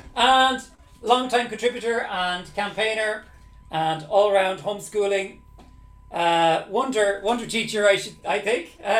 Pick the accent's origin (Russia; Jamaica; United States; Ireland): Ireland; Dublin, Leinster; moved away; I'm a Dublin man. I'm from Dublin